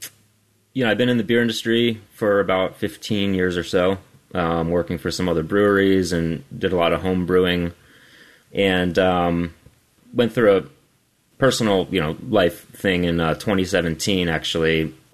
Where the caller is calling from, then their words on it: Beverly, Massachusetts, United States; I'm calling from Beverly, Massachusetts